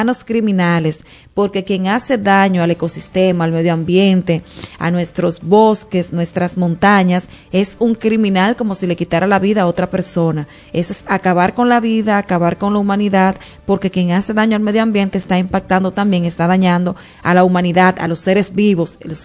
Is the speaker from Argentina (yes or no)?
no; La Vega, Dominican Republic; nosotros como veganos y como dominicanos debemos de unirnos